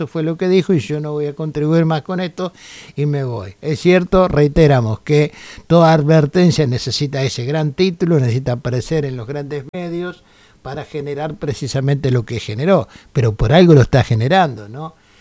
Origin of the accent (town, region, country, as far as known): Argentina